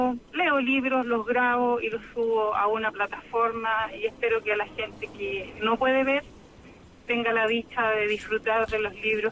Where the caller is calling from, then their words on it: Santiago, Santiago Metropolitan Region, Chile; de acá de Providencia.